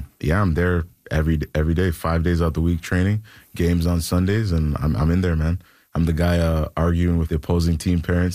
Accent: Canada; also born or lived in Jamaica; I'm just proud to be Canadian. I was born in Jamaica. I came here and, just growing up in Canada, growing up with how the culture is out here

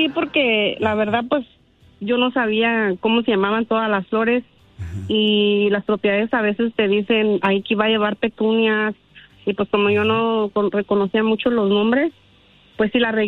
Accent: Guanajuato, Mexico; now in United States; Sí, soy de Guanajuato, y radico en Indiana.

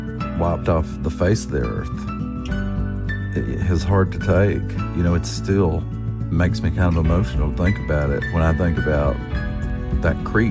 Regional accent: Kentucky, United States; now in Lexington, United States; I'm from Eastern Kentucky, and I live in Lexington, Kentucky. I lived in my hometown for the first 35 years of my life

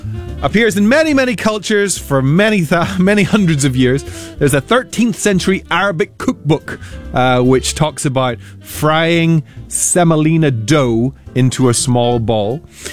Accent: Northern Ireland, United Kingdom; Actually, you know, I grew up in Northern Ireland, and you know what they called them there? Gravy rings.

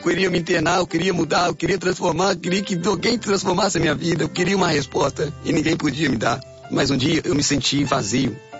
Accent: Juiz de Fora, Minas Gerais, Brazil; 25 anos de idade. Sou um menino que nasci em Juiz de Fora, cresci.

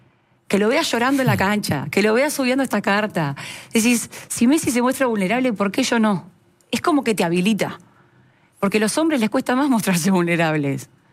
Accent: Uruguay; also born or lived in Argentina; now in Mexico City, Mexico; yo soy uruguaya, pero viví en Argentina, sé cómo viven

